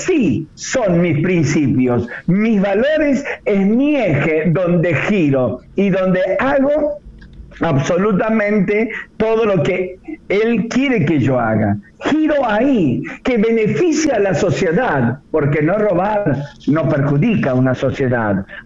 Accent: Argentina; es mi deber, es mi responsabilidad como ciudadano argentino

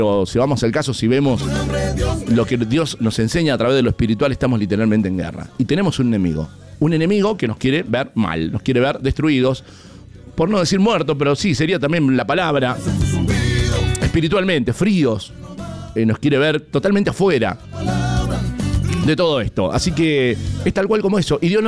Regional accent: Argentina; Y como argentinos es como que siempre creemos que nos las sabemos todas.

